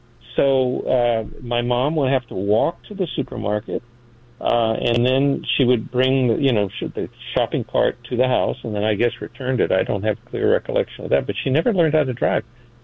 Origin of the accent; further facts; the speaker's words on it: Los Angeles, California, United States; born there; I was born in East Los Angeles. So right off the bat, you know, I'm born on the wrong side of tracks, of the tracks in L.A., right?